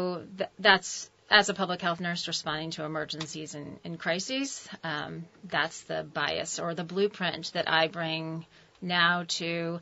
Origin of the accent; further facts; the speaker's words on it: Washington, District of Columbia, United States; now in Vermont, United States; I grew up in Washington, D.C.